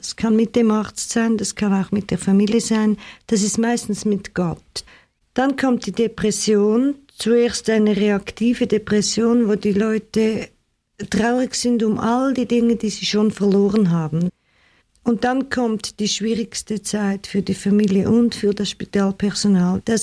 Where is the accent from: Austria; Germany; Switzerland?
Switzerland; accent: Swiss; moved away as an adult; now in New York City, United States; ich bin in der Schweiz groß geworden und in die Schule gegangen und habe Medizin studiert in der Schweiz und habe dann einen Amerikaner geheiratet und bin in New York City gelandet.